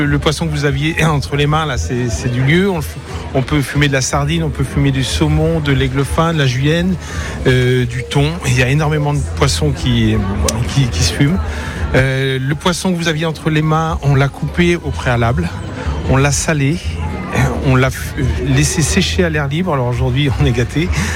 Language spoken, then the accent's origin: French; Brittany, France; vers chez nous en Bretagne, on avait le salage.